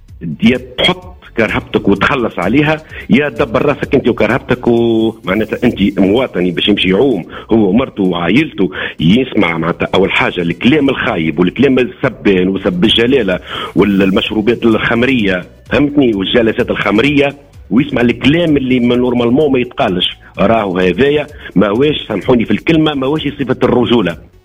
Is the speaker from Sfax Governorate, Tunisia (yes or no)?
yes; Sfax Governorate, Tunisia